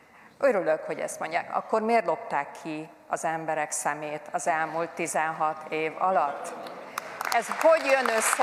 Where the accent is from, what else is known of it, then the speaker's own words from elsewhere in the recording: Hungary; akik magyarnak érezzük magunkat, magyarok vagyunk, tiszteljük azt, ahonnan jövünk.